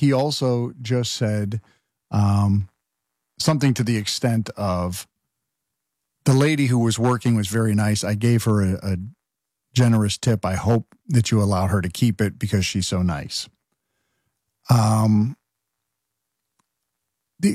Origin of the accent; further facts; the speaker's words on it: Connecticut, United States; that's not too far from where I was born and raised in Connecticut, the commie corridor.